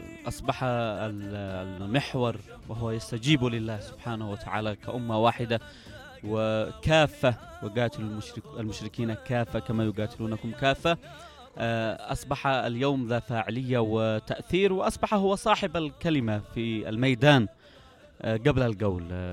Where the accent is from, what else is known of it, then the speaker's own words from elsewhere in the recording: Yemen; نحن كشعب يمني مسلم عزيز